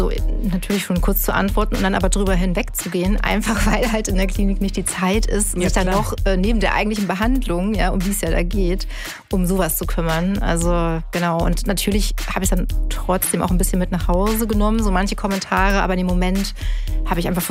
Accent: Germany; born there; ich bin hier geboren

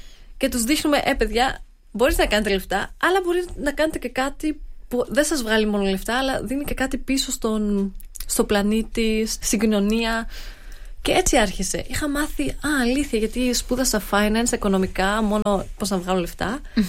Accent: Stuttgart, Baden-Württemberg, Germany; now in Berlin, Germany; Ναι, αυτό δεν υπάρχει πουθενά αλλού εκτός από τη Στουτκάρδη, γιατί έρχομαι από τη Στουτκάρδη.

